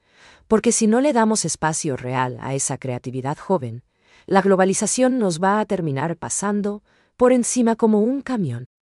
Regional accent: Paraguay

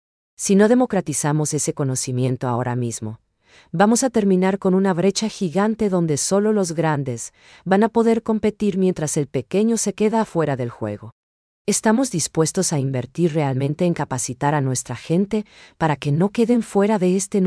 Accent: Paraguay; ¿Estamos preparados nosotros como paraguayos para aprovechar esta tecnología?

